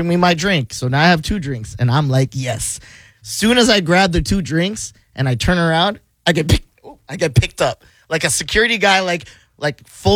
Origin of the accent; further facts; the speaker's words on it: Canada; And then they go, where are you from? I go, Canada.